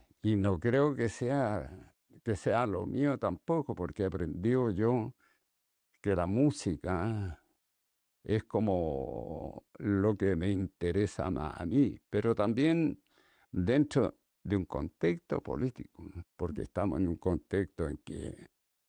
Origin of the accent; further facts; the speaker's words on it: Chile; en Chile yo me doy cuenta que siempre estamos experimentando